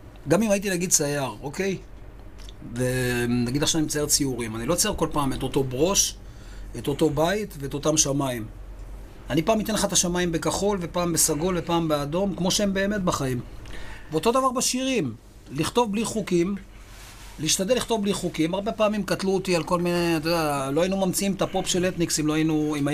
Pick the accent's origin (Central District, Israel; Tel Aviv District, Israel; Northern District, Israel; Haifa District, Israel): Tel Aviv District, Israel; Tel Aviv; אני הרי גדלתי בשכונת פלורנטין, משפחה אומנם רובה שורשית ישראלית, אבל יוונית.